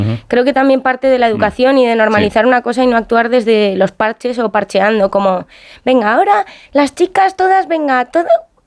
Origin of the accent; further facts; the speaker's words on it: Madrid, Community of Madrid, Spain; adolescencia en la que yo también, que soy de Madrid, y el feminismo, pues en 2019-2018 era una locura